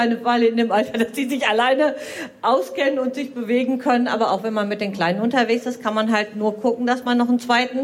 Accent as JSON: {"language": "German", "region": "North Rhine-Westphalia", "country": "Germany", "said": "Wir kommen aus dem Sauerland und haben da ganz viele Bäder, wo einfach die Wasserrutschen nicht vernünftig sind."}